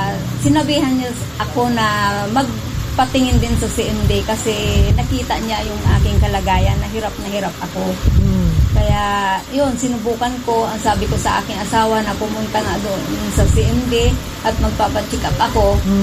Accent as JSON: {"language": "Tagalog", "town": "Mansalay", "region": "Mimaropa", "country": "Philippines", "said": "Taga Oring. … na taga Oring, Santa Maria, Mansalay."}